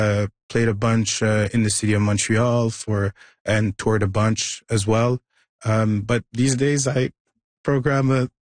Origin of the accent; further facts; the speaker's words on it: Mali; I'm from Mali.